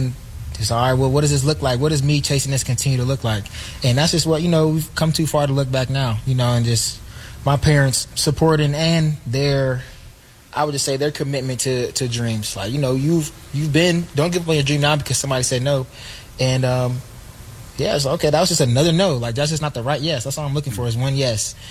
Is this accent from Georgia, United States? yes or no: yes; Georgia, United States; And I was growing up in Gwinnett, going against people that had all the Power 5 offers, you know, going to Norcross, seeing all the color scouts in my practice.